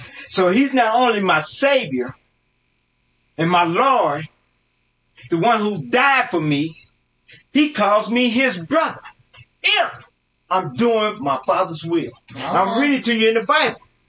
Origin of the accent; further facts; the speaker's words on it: Oklahoma City, Oklahoma, United States; I'm from Oklahoma City, Oklahoma.